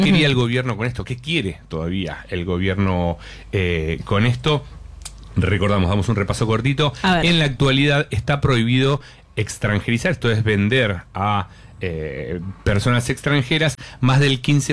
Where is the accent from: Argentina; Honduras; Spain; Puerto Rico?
Argentina; Soy argentino, me sobran las...